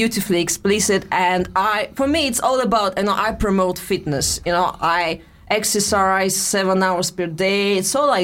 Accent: Russia; accent: Russian; English is a second language; moved away; I think it's my Russian accent.

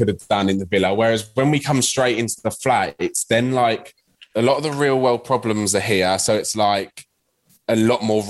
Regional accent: England, United Kingdom; Especially me being English going up to Scotland as well.

